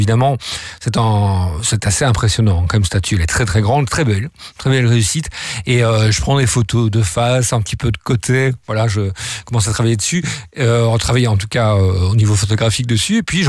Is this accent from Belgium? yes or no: yes; Belgium; moi je viens de Belgique